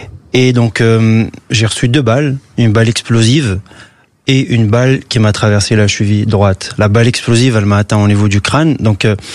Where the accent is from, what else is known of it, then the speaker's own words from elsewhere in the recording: Kabylie, Algeria; moved away as an adult; now in France; en 2001, justement, j'avais 18 ans et avec mes camarades, avec toute la jeunesse kabyle en Algérie